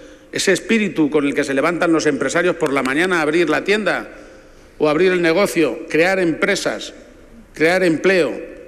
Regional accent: Spain; Ese optimismo es un optimismo que tengo como español

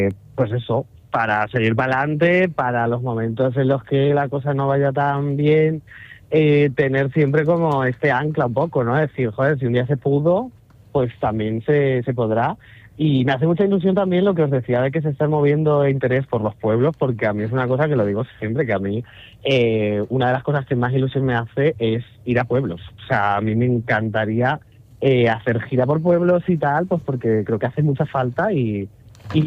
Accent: Castilla-La Mancha, Spain; born there; now in Madrid, Spain; vernos aquí en Madrid fue un poco decir, wow, una de Albacete, una de Ciudad Real

